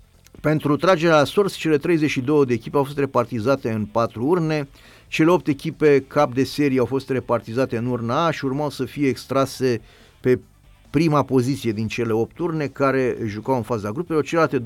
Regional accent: Romania

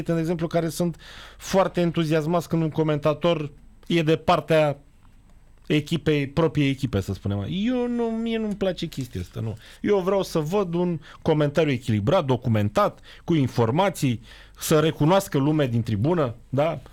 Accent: Cluj-Napoca, Cluj County, Romania; Sunt de la Cluj.

